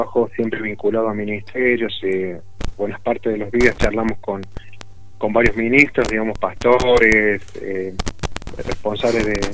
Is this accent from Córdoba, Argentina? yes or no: yes; Córdoba, Argentina; yo soy de Córdoba capital.